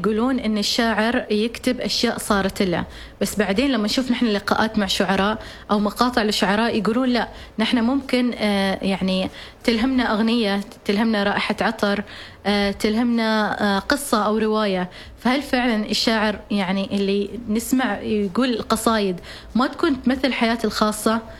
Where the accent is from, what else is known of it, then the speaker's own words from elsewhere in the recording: Oman; نحن كعمانيين